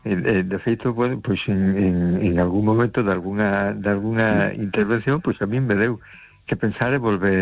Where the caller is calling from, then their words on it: A Coruña, Galicia, Spain; de Coruña.